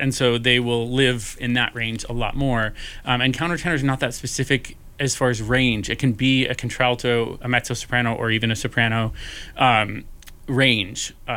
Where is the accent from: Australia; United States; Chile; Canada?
United States; Hanover, New Hampshire; moved away as an adult; I am originally from the Northeast, from New Hampshire. I grew up in Hanover, where Dartmouth is